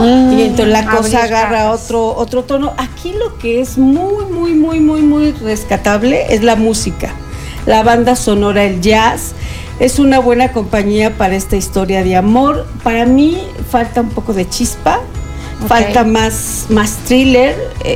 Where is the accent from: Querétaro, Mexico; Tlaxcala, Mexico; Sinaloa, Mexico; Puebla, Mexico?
Querétaro, Mexico; Cuando saben que somos queretanos, ya no salimos.